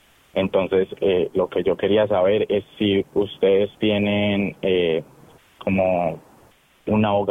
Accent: North Carolina, United States; Puede ser por Zoom porque obviamente pues él sabe que soy de Carolina del Norte.

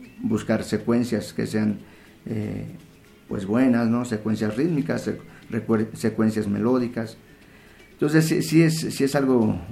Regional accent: Tlaxcala, Mexico; No, soy de Tlaxcala.

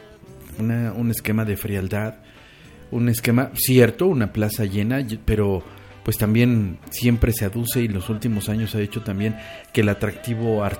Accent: Mexico

